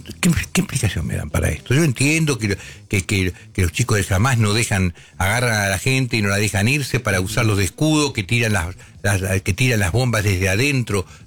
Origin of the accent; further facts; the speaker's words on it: Argentina; Yo soy un tipo argentino, uh-huh, hijo de madre y padre judía, uh-huh, que no practico la religión, pero la estudié de chiquito y en hebreo, no es que no conozca.